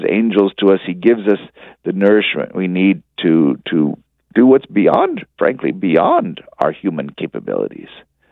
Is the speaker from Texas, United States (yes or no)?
yes; Texas, United States; And of course, I grew up in the Bible Belt in Texas, and so I had a lot of Baptist friends growing up